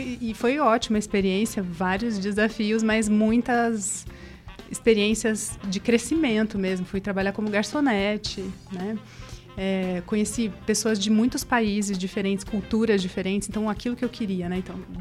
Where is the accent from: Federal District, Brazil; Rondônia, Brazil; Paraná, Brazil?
Paraná, Brazil; Londrina; moved away as an adult; also born or lived in London / São Paulo; Eu sou de Londrina, então eu sempre... Vivi com minha mãe, meu pai, muito perto da família, né?